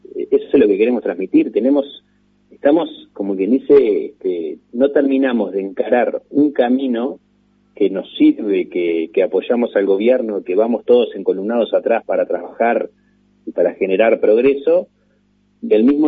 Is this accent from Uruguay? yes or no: yes; Uruguay; somos todos uruguayos